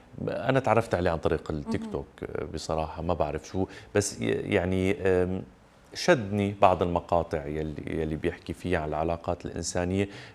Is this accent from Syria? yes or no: yes; Syria; بلدنا سوريا.